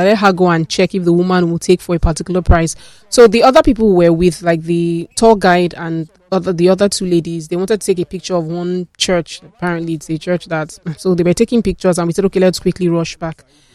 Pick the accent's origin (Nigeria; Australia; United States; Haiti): Nigeria; Are you not Nigerians? I'm a Nigerian too.